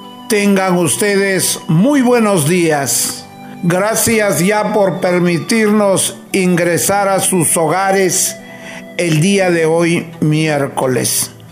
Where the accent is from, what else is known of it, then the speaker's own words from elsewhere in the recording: Huancabamba, Piura, Peru; en mi tierra, en Huancabamba